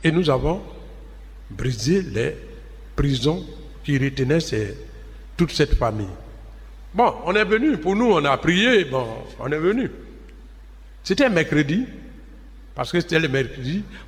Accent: Bongouanou, Côte d’Ivoire; ma ville natale, à Bangouanou

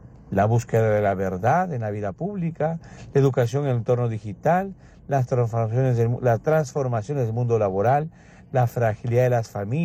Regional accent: Peru; mientras que, por ejemplo, en mi país, aquí en Perú, no habían

